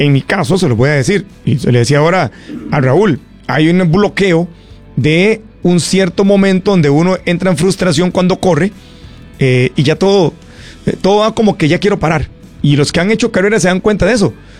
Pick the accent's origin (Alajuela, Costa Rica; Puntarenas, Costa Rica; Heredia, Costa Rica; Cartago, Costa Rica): Cartago, Costa Rica; Turrialba; yo que soy de Turrialba